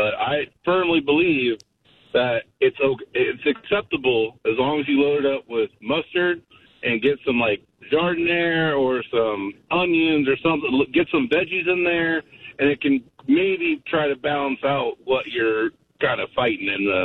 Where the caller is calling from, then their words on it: Iowa, United States; I'm from Iowa.